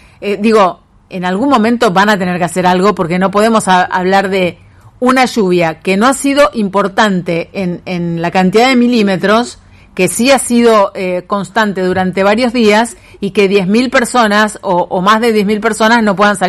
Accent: Santa Fe, Argentina; quienes somos de Santa Fe y hemos andado alguna vez recorriendo Alto Verde

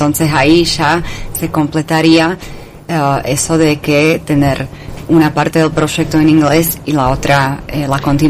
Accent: Nitra, Nitra Region, Slovakia; En la tapa soy yo de niña, en Eslovaquia, en nuestra casa.

